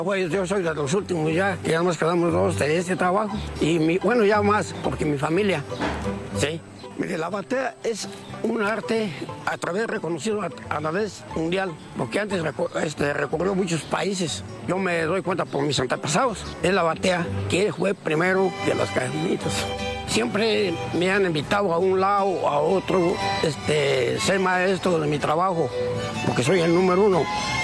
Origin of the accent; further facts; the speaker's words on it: Quiroga, Michoacán, Mexico; De aquí, de Quiroga, de aquí del barco y del Calvario.